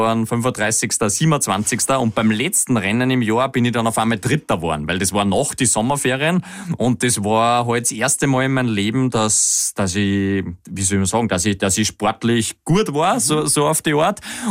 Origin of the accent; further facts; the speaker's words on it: Niederneukirchen, Upper Austria, Austria; Ich bin da in Niederneukirchen aufgewachsen, das ist da in der Nähe von St. Florian am Land. Also meine 2, 3 Nachbarn von mir waren Bauernhöfe, mehr oder weniger. Es war echt super viel Natur.